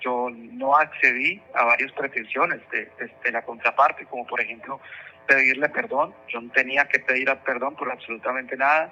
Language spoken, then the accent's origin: Spanish; Colombia; moved away as an adult; now in United States; Yo soy asilado político en Colombia, soy colombiano